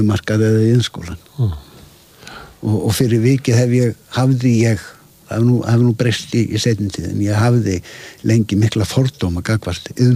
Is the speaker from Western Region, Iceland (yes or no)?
no; Reykjavík, Capital Region, Iceland; Ég segi stundum sko að hérna ég er ekki gablari. Ég er of aðfluttur til þess. En segi stundum sko ég er Hafnfirðingur allstaðar nema í Hafnarfirði. Þar ég Reykvíkingur.